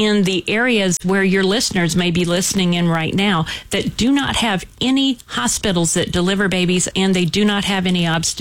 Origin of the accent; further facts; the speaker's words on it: Columbia, South Carolina, United States; I grew up here in Columbia, moved away for a while for college and for the beginning of my career, and then came back in 2003.